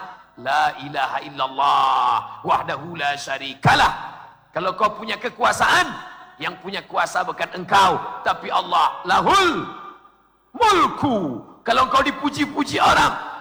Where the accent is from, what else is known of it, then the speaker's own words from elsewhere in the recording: Sumatra, Indonesia; Saya datang dari Sumatera.